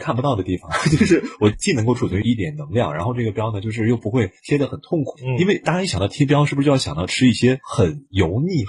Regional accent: Hebei, China; moved away; 但是我在老家嘛，我们河北那边

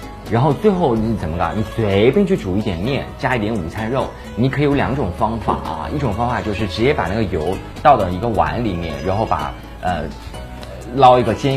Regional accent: Sichuan, China; 当然我们四川人都是啊

